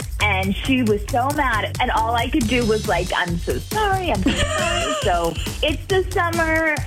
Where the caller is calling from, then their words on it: Monona, Wisconsin, United States; I'm from Monona